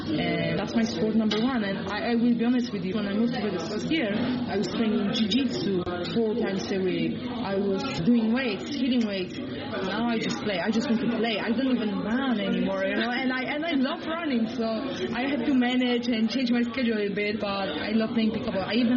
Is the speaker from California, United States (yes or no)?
no; Austin, Texas, United States; I'm from Austin. They just opened the first pickleball court.